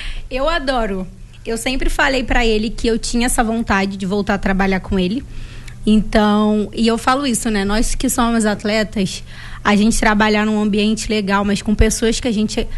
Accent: Belford Roxo, Rio de Janeiro, Brazil; moved away; eu tenho 27 anos, eu sou do Rio de Janeiro, de Belfor Roxo

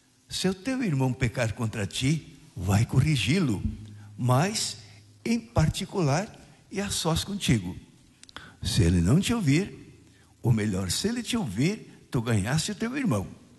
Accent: São Pedro do Butiá, Rio Grande do Sul, Brazil; born there; moved away; also born or lived in Ilha do Governador, Rio de Janeiro; sou nascido no São Pedro do Butiá, perto da Argentina, no sul do Rio Grande do Sul. Tenho 53 anos de padre, vim do Rio de Janeiro, onde trabalhei muitos anos na Ilha do Governador

